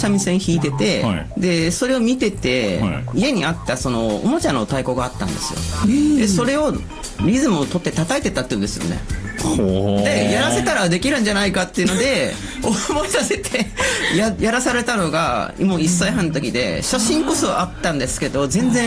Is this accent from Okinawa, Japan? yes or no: no; Hiroshima, Japan; born there; はい、生まれが広島なんです。